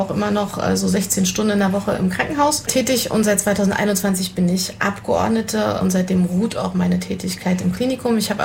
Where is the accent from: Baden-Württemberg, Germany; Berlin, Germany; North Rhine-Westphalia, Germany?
Berlin, Germany; born there; moved away as an adult; now in Quedlinburg, Germany; ich bin 48 Jahre alt, in Ost-Berlin geboren, wohne seit 2008 in Sachsen-Anhalt und zwar in Quedlinburg